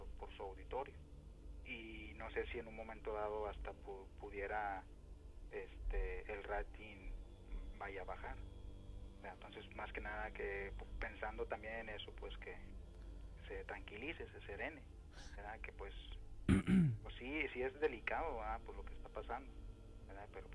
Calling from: Monterrey, Nuevo León, Mexico; De acá, de Monterrey.

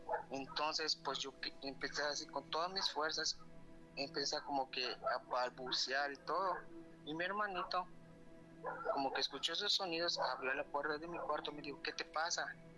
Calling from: Mérida, Yucatán, Mexico; te escucho desde Mérida, Yucatán.

